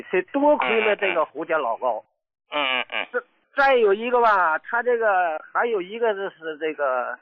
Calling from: Qinhuangdao, Hebei, China; 我是秦皇岛市抚宁区榆关北总庄的。

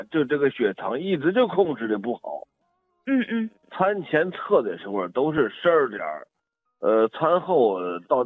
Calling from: Gansu, China; 我是甘肃的，我今年67岁，

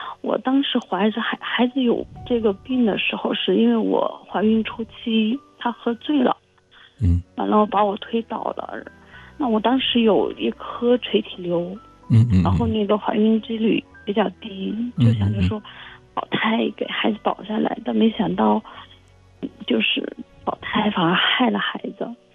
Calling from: Dali, Yunnan, China; 因为我们是大理这边的。

